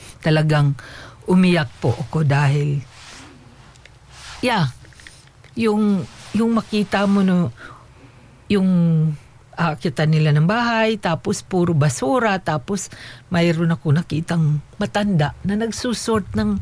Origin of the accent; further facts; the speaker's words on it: Eastern Visayas, Philippines; Kasi sa probinsya namin, doon sa Samar, alam kong mahirap, pero pagkailangan namin ng pagkain, umakyat lang ng nyug, o kaya tumakbo ka sa baybay, kasi ganun yung kinalakihan ko.